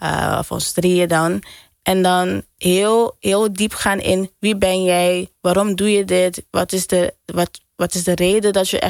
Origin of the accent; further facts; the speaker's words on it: Curaçao; En vooral, ik denk, wij komen uit Curaçao. Dus ik kan alleen vanuit mijn perspectief van Curaçao praten.